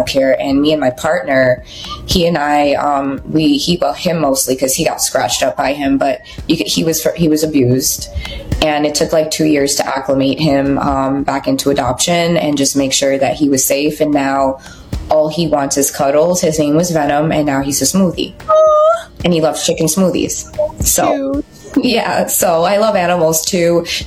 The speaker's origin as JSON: {"language": "English", "town": "Queens", "region": "New York", "country": "United States", "tie": "born or raised there", "lives_now": "Brooklyn, United States", "said": "I'm from Queens here, but as I mentioned, I immigrated to the United States really young, when I was like 6, 7. And I grew up in Queens, so very diverse people. And I live in Brooklyn now."}